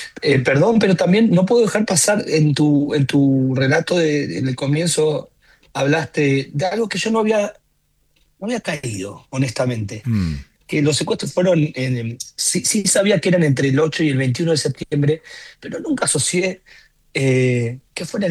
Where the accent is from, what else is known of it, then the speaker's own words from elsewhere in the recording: La Plata, Buenos Aires Province, Argentina; yo soy platense